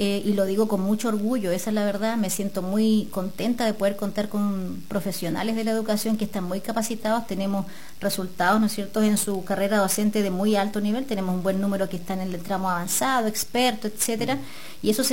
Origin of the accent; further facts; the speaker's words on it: La Unión, Los Ríos, Chile; moved away; Yo soy unionina de tomo y lomo, estuve muchos años fuera, como lo hemos conversado en otras oportunidades, y quería volver a mi ciudad, a mi pueblo, a mi comuna